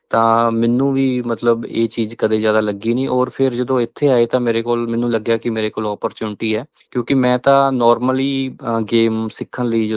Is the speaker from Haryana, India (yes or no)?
yes; Haryana, India; ਜੀ ਮੇਰਾ ਪਿੰਡ ਹੈ ਜੀ ਕੈਥਲ ਜ਼ਿਲ੍ਹੇ ਚ, ਗੁੱਲਾ ਚੀਕਾ ਦੇ ਨਜ਼ਦੀਕ।